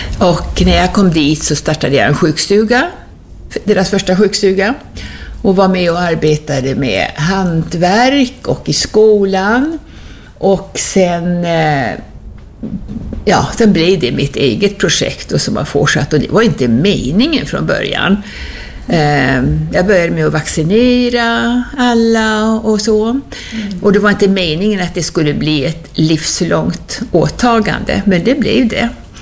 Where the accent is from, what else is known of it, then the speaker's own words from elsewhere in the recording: Fårö, Gotland, Sweden; och jag är född och uppvuxen här på Fårö. Men jag har alltid känt mig som Fårebo men också som världsmedborgare.